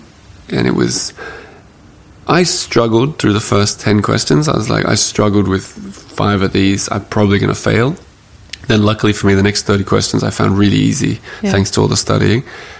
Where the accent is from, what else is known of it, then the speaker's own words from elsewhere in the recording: Australia; I've never driven in the snow. I'm Australian.